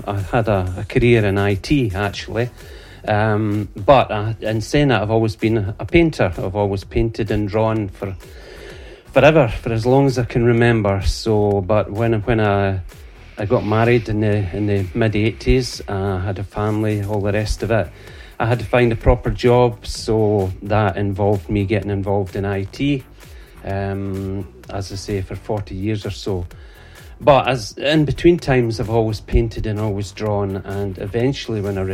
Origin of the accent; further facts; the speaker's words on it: Edinburgh, Scotland, United Kingdom; moved away as an adult; now in Fife, United Kingdom; I am originally from Edinburgh, but I've lived in Fife for nearly 40 years now.